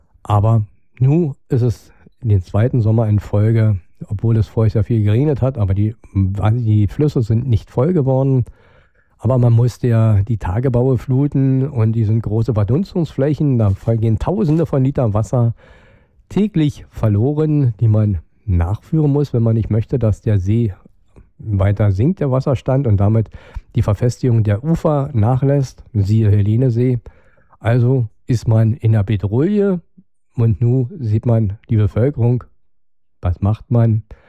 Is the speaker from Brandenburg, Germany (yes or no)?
yes; Brandenburg, Germany; Und die Ministerin sieht das natürlich anders, wie wir als Brandenburger das auch anders sehen